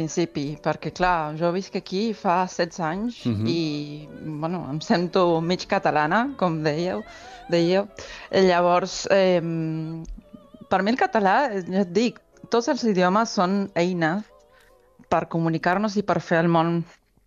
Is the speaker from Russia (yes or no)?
no; Argentina; accent: Argentine; first language Spanish; Catalan is a second language; moved away as an adult; now in Catalonia, Spain; des del meu barri d'Argentina, arribar aquí